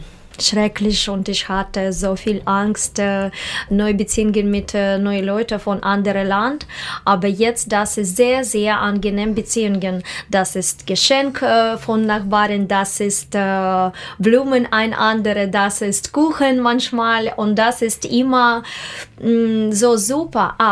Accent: Minsk, Belarus; German is a second language; now in Magdeburg, Germany; ich komme aus Minsk, aus Weißrussland.

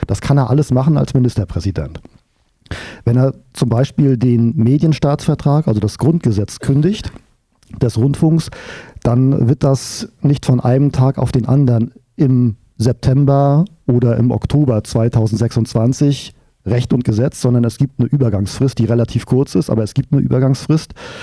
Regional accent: East Germany, Germany; born or raised there

